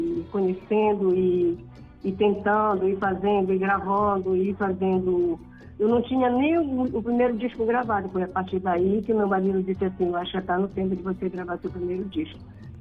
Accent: Amapá, Brazil; sou daqui do Amapá.

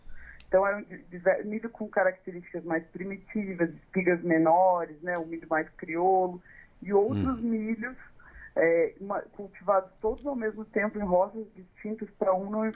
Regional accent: Brazil; Eu sou brasileira, sou a primeira autora

